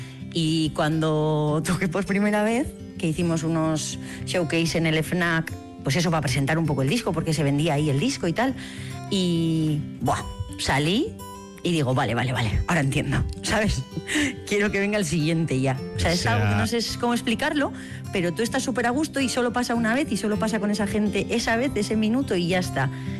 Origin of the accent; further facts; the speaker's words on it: Beasain, Basque Country, Spain; also born or lived in Ordizia / Tolosa; now in San Pedro, Spain; Yo soy de Beasain. Bueno, a ver, sí, yo soy del Goierri. Decir solo de Beasain ya se me queda corto, porque ya he vivido... Yo creo que lo mismo en Beasain, en Ordizia, en Tolosa también he vivido. Ahora vivo en San Pedro